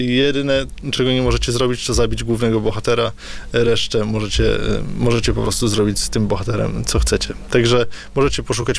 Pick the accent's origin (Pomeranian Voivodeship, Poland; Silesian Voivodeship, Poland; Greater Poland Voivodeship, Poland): Pomeranian Voivodeship, Poland